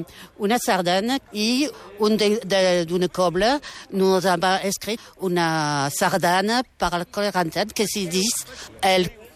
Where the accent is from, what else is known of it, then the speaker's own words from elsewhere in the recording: Saint-Laurent-de-la-Salanque, Occitania, France; born there; Catalan is a second language; now in Rivesaltes, France; Neixi a Sant Llorenç de la Salanca